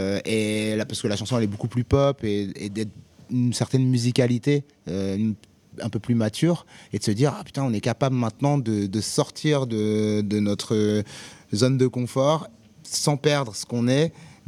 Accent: Hauts-de-France, France; chez nous dans le Nord quand on était ados

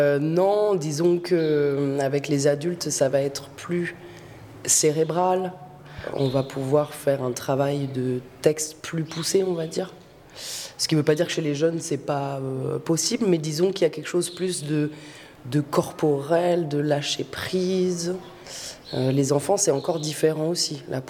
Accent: Paris, Île-de-France, France; moved away as an adult; je suis metteuse en scène et professeure de théâtre. Je suis parisienne, je suis arrivée dans la région il y a 5 ans

